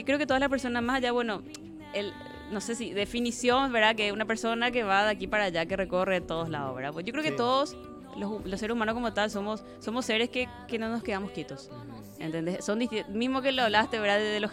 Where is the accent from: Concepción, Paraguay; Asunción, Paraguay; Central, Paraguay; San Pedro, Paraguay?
Central, Paraguay; Luque; Yo crecí en una familia de músicos y en general, así que era imposible no absorber. Yo soy de Luque